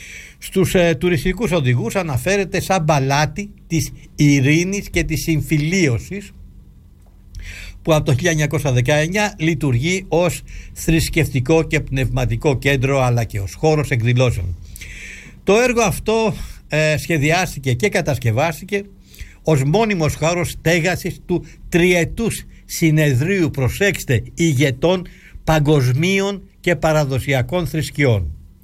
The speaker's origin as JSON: {"language": "Greek", "country": "Greece", "said": "Εξήγησα όμως στον νεαρό φρουρό πως ερχόμαστε από την Ελλάδα"}